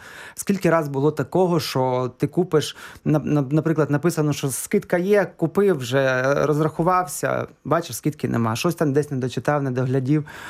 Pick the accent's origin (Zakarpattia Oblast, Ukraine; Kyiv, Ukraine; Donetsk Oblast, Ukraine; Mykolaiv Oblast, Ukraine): Zakarpattia Oblast, Ukraine; Chop; Я родом з Чопа, це Закарпатська область.